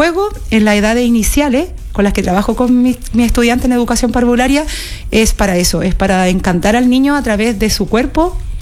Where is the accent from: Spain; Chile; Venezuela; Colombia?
Chile